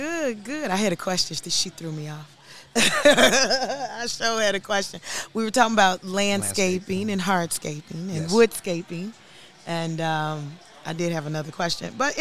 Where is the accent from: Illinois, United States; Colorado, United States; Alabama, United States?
Illinois, United States; Maple Park; I grew up across the street from Visions. That's another shameless plug. So, Maple Park.